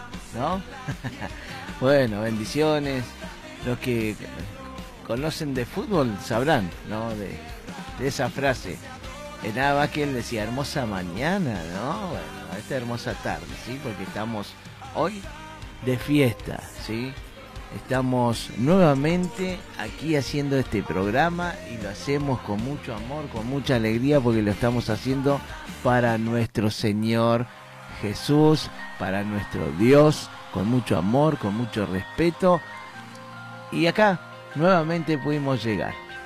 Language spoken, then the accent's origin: Spanish; Neuquén, Argentina; yo soy nacido y criado acá en Neuquén Capital